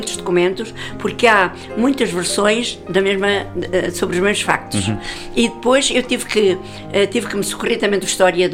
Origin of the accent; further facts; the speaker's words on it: Alenquer, Lisbon, Portugal; sou de Alenquer